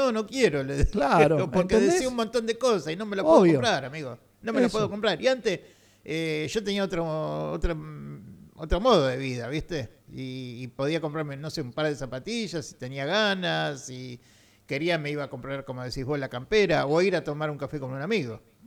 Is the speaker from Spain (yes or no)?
no; La Lucila del Mar, Buenos Aires Province, Argentina; born there; Yo viví gran parte de mi adolescencia en Lucila del Mar